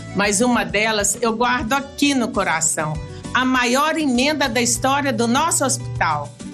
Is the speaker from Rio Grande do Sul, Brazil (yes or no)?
no; Itaúna, Minas Gerais, Brazil; pedagoga, mãe, avó. Nasci e cresci em Itaúna, aqui no Centro-Oeste.